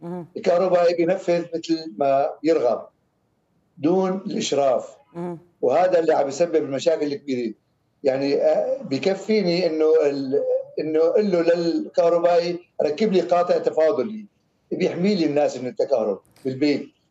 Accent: Syria; أحداث الصعق متعددة وكثيرة عندنا بسوريا،

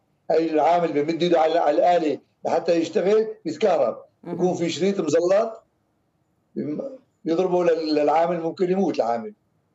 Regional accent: Syria; أحداث الصعق متعددة وكثيرة عندنا بسوريا،

